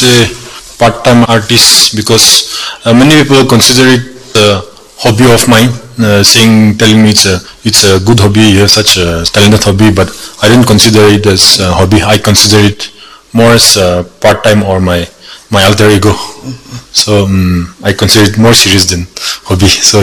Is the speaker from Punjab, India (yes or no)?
no; Khonoma, Nagaland, India; moved away as an adult; also born or lived in Puducherry; now in Kohima, India; I am from Konoma village. My childhood and my high school were from Konoma.